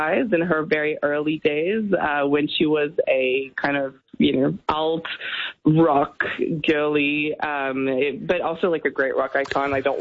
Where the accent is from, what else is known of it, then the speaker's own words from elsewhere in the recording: Montreal, Quebec, Canada; also born or lived in New York; now in Australia; I'm French Canadian, but I am Aussie now